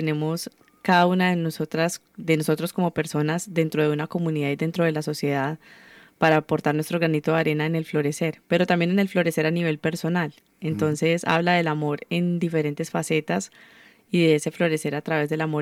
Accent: Pereira, Risaralda, Colombia; La verdad es que se siente un poco como en casa porque en mi tierra natal Pereira pues oscila como entre los 25 y los 30 grados

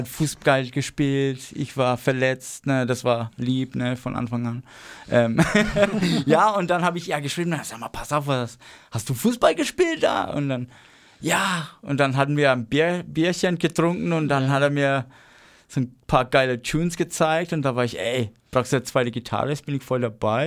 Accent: Australia; German is a second language; Und ja, ich bin Australier und so australische Hip-Hop gefällt mir auch.

